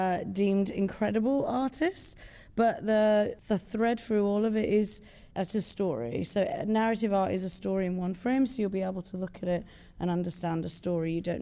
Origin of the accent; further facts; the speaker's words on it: Midlands, United Kingdom; growing up in the Midlands in the UK, everybody had a bad version of dogs playing poker.